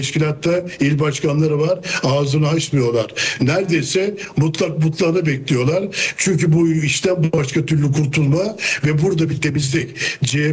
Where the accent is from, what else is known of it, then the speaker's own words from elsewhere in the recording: Manisa, Turkey; ben Manisalıyım ve Manisa'daki bütün gelişmeleri çok yakından takip ediyorum.